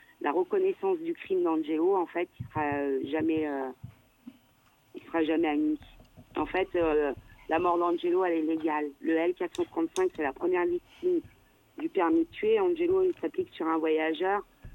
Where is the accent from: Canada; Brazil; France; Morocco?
France; important qu'on est français.